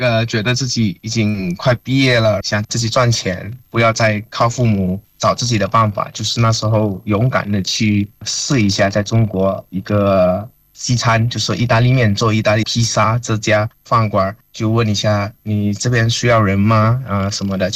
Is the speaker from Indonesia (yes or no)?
yes; Indonesia; 因为我们从小，尤其那时候我们小的时候，可能大家都听过98年的事情，然后那时候我才5岁，然后我们开始小学的时候，我们班里面这有4到5个华裔的小孩啊，包含我